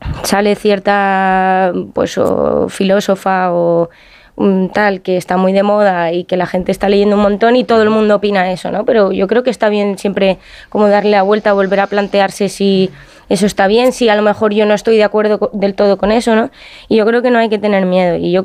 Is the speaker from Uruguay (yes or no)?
no; Madrid, Community of Madrid, Spain; adolescencia en la que yo también, que soy de Madrid, y el feminismo, pues en 2019-2018 era una locura